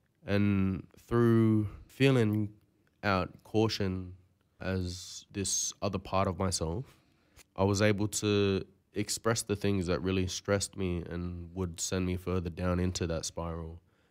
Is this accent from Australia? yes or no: yes; Moree, New South Wales, Australia; Gamilaroi, so Big Gamilaroi, Dungari and Gumbangir. I'm from Moree, that's where I was born at, that's my home country.